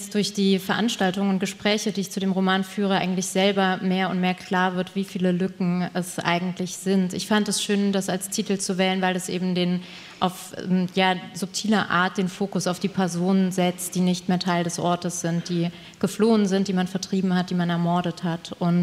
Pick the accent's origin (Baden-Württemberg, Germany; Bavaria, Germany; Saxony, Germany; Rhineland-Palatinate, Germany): Rhineland-Palatinate, Germany; Hermeskeil; In Hermeskeil, wo ich geboren bin, wo ich aufgewachsen bin, gab es eine sehr kleine jüdische Gemeinde.